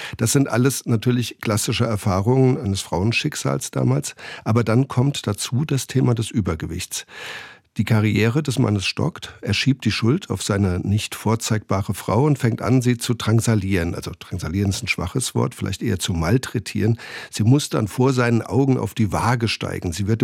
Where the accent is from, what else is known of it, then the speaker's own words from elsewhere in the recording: Hunsrück, Germany; Und ich komme selbst aus der Gegend